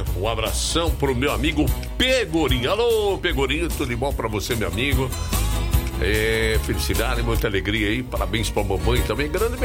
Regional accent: Araraquara, São Paulo, Brazil; Eu sou de Araraquara

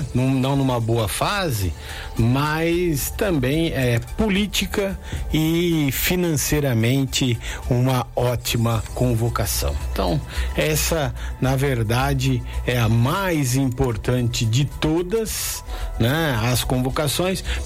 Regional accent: Brazil; Esperamos, como bons brasileiros, que o Brasil chegue ao final e traga a taça

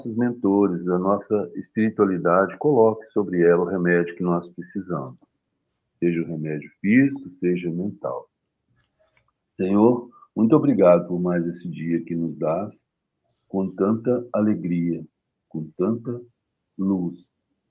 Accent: Minas Gerais, Brazil; now in Serra, Brazil; eu estou na cidade de Serra, Espírito Santo. Embora seja mineiro, mas estou aqui em missão.

